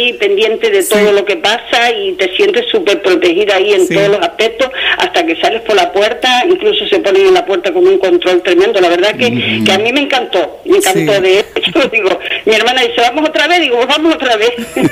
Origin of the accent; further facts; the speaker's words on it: Lanzarote, Canary Islands, Spain; si soy conejera hasta la médula. Soy canaria como el gofio.